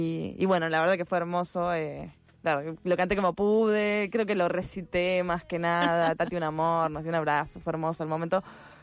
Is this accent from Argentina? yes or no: yes; Cañuelas, Buenos Aires Province, Argentina; yo soy de Cañuelas, que es un pueblo... Yo creo que es chico, sí, para ustedes que son más porteños es súper chico.